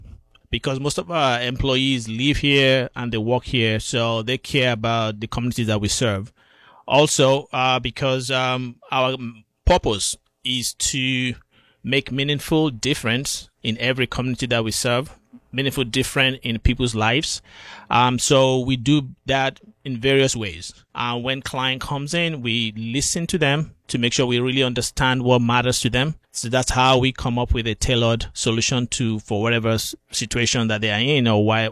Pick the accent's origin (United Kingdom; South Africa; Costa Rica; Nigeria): Nigeria; moved away as an adult; now in Hudson Valley, United States; Originally, I'm from Nigeria. I moved to the U.S. Over 20 years ago.